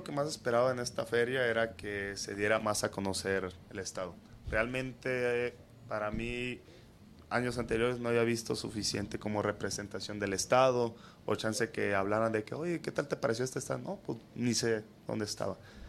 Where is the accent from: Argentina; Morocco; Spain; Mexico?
Mexico; Tepic, Nayarit; moved away; Vengo de Tepic, Nayarit, de un pueblito que se llama La Fortuna.